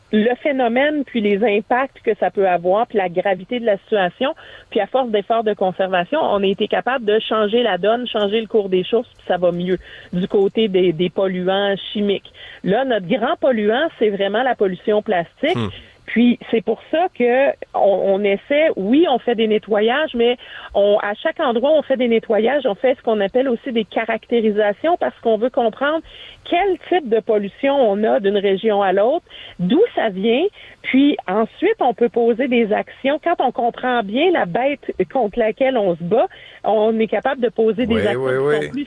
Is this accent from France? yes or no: no; Rimouski, Quebec, Canada; moi, je viens de Rimouski